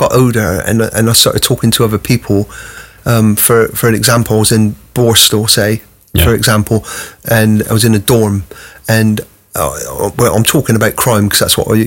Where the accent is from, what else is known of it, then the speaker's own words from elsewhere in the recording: Plymouth, South West England, United Kingdom; also born or lived in Bristol; I was born in Bristol. Moved away when I was five because mum, dad had six children, and me dad died when I was five. So. Then we moved down to Plymouth because my mum had some relatives down here.